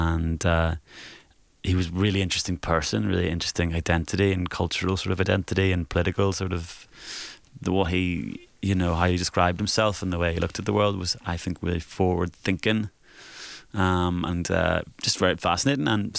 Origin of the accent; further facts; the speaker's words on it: Comber, Northern Ireland, United Kingdom; moved away; because I'm from Cumber originally